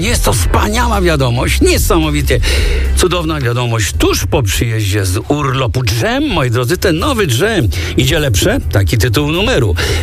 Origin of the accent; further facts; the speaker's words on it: Kenya; Polish is a second language; now in Warsaw, Poland; Pochodzę z Kenii, od 36 lat mieszkam w Warszawie oraz pracuję jako nauczyciel języka angielskiego.